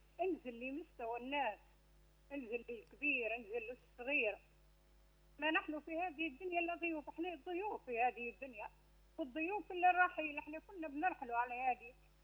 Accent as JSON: {"language": "Arabic", "country": "Libya"}